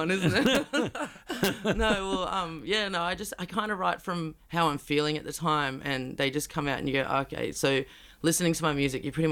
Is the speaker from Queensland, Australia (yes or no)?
yes; Surfers Paradise, Queensland, Australia; I grew up in Surfers Paradise.